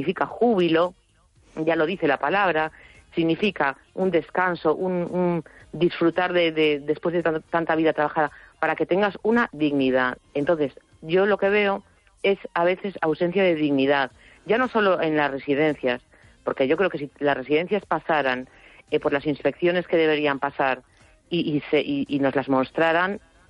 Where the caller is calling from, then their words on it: A Coruña, Galicia, Spain; Hola, buenas noches. … de La Coruña.